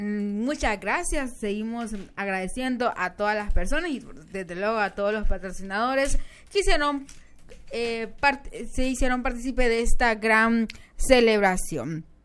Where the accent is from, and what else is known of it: Honduras